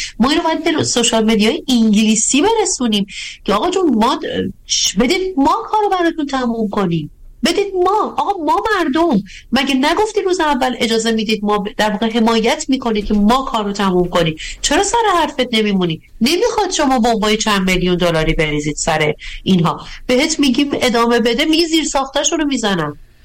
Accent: Iran; moved away

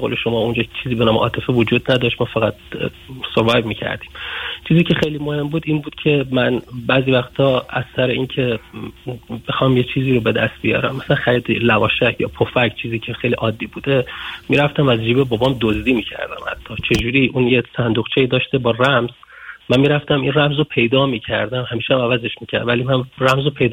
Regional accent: Iran; moved away as an adult; من توی شهرستان خیلی کوچیک توی ایران به دنیا آمدم و این توی خانواده بسیار بسیار فقیر و با شرط خیلی سخت زندگی می کردیم

